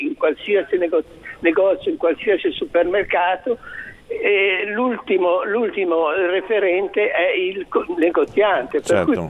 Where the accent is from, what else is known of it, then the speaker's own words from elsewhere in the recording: Cairo Montenotte, Liguria, Italy; born there; io sono nata a Cairo Montenotte